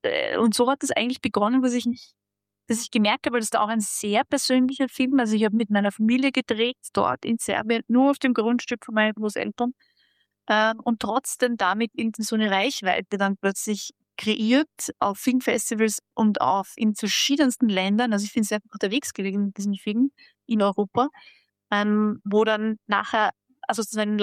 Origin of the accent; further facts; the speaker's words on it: Austria; born there; klassisches Gastarbeiterkind. Ich habe meine Mutter ist Akademikerin, sie hat Germanistik studiert in Belgrad und ich bin dann in Österreich geboren.